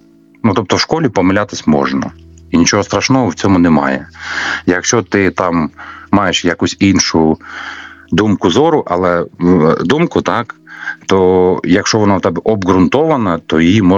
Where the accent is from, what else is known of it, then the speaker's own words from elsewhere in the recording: Krasnokutsk district, Kharkiv Oblast, Ukraine; я родом із маленького села в 300 людей із Харківської області.